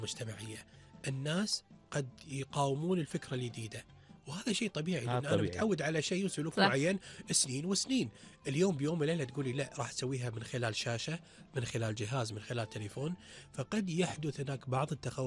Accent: Kuwait; احنا كمجتمع كويتي

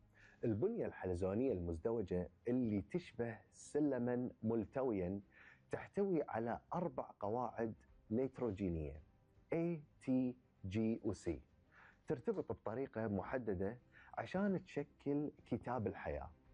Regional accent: Kuwait; ديرتنا الكويت

